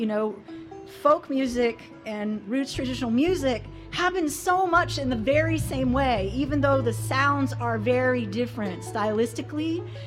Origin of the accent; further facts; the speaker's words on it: Luray, Virginia, United States; the mountains where I grew up in Luray, Virginia. I grew up in the Shenandoah Valley to a Mexican mother and an Appalachian father.